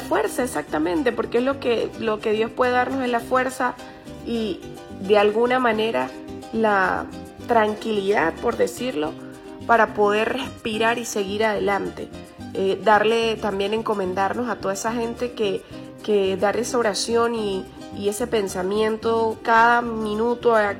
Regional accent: Venezuela; Incluso hay gente que me conmueve demasiado, y esos somos los venezolanos, gente que ya lo perdió todo

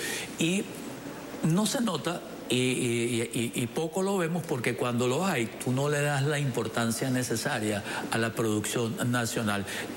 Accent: Venezuela; lo grande que somos los venezolanos y el apoyo que nos damos a nosotros mismos

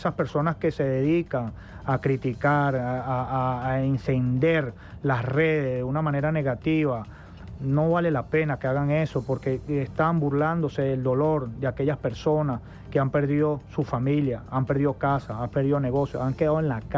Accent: Venezuela; El mismo sentir tuyo es el mismo sentir mío, es el mismo sentir de todos, porque somos venezolanos.

